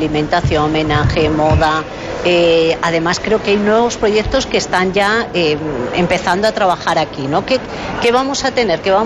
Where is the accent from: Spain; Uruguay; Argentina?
Spain; Ágreda, Castile and León; yo es que soy de Ágreda